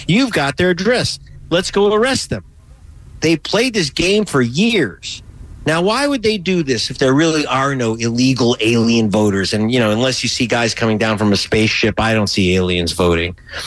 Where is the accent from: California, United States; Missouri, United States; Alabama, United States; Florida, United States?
California, United States; Pacoima; That when I'm from Pacoima, there ain't a lot of Pacas that go skiing and have their passport.